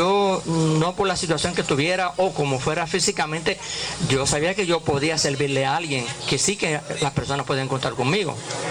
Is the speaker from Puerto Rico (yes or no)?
yes; Puerto Rico; Yo soy natural de Minilla, de las parcelas de Minilla